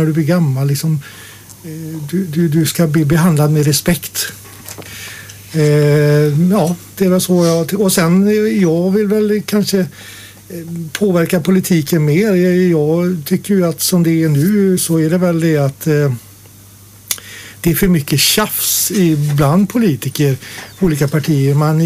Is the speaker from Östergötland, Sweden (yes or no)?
no; Dingle, Västra Götaland County, Sweden; Jag tycker väl som så här att jag är född i Dingle med metropolen. Vi hade väl kanske 900 personer eller 1000 invånare, och jag är uppväxt på en liten skola.